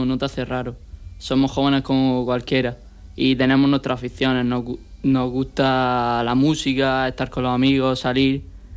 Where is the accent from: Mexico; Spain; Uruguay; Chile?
Spain; Almería, Andalusia; tengo 15 años y estudio primero bachillerato. Soy de Almería y estoy estudiando un bachillerato tecnológico.